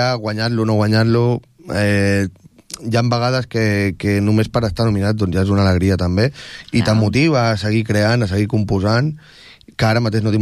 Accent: Barcelona, Catalonia, Spain; also born or lived in Tordera; A Barcelona, que és on soc. Soc de Tordera, però de Barcelona, i també els meus estudis els he fet a Barcelona, o sigui, imagina't el temps que he estat allà.

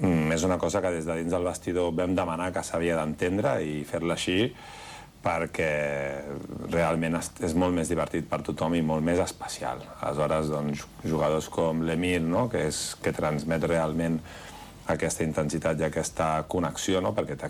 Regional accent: Badalona, Catalonia, Spain; sóc de Badalona i he fet aquí un procés i un camí que n'estic molt orgullós

